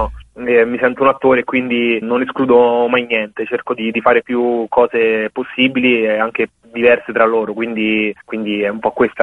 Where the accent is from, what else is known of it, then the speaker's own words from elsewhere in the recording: Rome, Lazio, Italy; io sono nato e cresciuto a Roma da genitori immigrati africani. Mio padre dal Senegal, mia madre dall'Etiopia, sono venuti negli anni 90 qui in Italia, però appunto sono nato e cresciuto